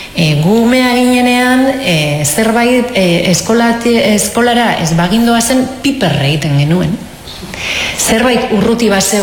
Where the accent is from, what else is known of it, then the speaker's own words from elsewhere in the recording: Ondarroa, Basque Country, Spain; ni ondarrokoa naizen